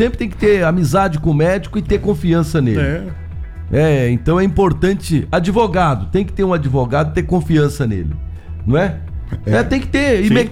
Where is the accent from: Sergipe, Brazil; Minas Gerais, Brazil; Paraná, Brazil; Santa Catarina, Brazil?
Paraná, Brazil; Rolândia; Sou aqui de Rolândia … sou amigo do Ratolino.